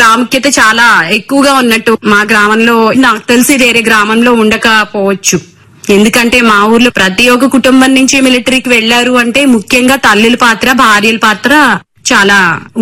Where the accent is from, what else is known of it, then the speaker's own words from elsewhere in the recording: Madhavaram, Andhra Pradesh, India; మా గ్రామంలో చదువుకునే అప్పటి నుంచి కూడా మాకు స్వచ్ఛ భారత్ మీద అవగాహన ఉంటుందండి. నేను కూడా మా ఊర్లో చదువుకోవడంతో